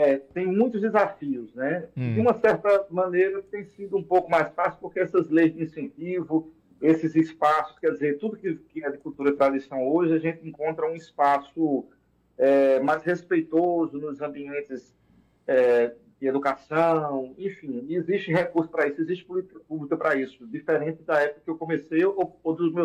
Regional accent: Pernambuco, Brazil; Eu nasci em Quiuma, entre Teuma e Carpina

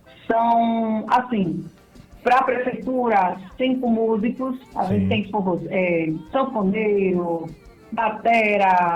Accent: Northeast Region, Brazil; Isso, sou do Nordeste.

